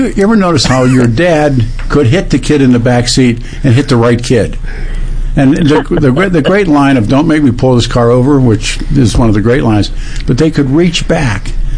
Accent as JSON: {"language": "English", "town": "Pittsburgh", "region": "Pennsylvania", "country": "United States", "tie": "born or raised there", "moved": "yes", "said": "growing up in Pittsburgh as a little kid"}